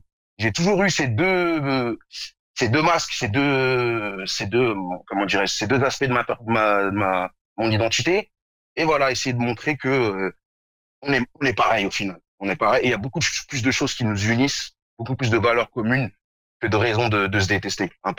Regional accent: Morocco; parce que moi, je suis marocain, mais je suis aussi noir. Et donc, je vis la double identité à la fois de noir et à la fois de marocain.

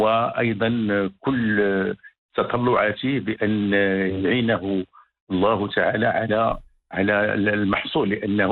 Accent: Morocco; عندنا في المغرب

